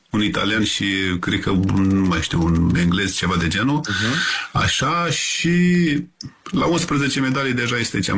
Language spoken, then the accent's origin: Romanian; Romania; suntem români